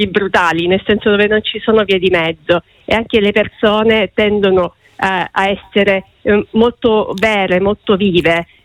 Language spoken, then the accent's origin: Italian; Palmi, Calabria, Italy; ho scavallato lo stretto di Messina, in questo caso sono tornata al luogo in cui ero nata, quindi Palmi è il mio paese di origine, ma nello specifico si tratta di un borgo di pescatori che fa parte di questo paese, ma che allo stesso tempo è molto distante